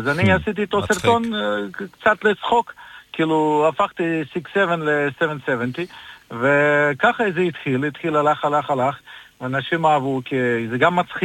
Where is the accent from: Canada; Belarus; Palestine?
Belarus; Hebrew is a second language; moved away as an adult; also born or lived in Ukraine; now in Israel; אני חבדניק, אני עליתי לפני ארבע שנים מאוקראינה, כאילו אני במקור בבלרוס, עבדתי באוקראינה, בקהילה יהודית, אז אני חבדניק דתי